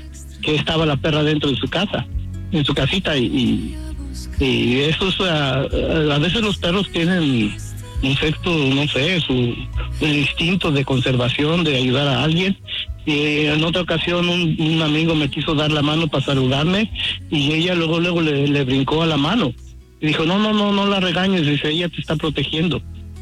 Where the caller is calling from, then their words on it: Stockton, California, United States; De Stockton.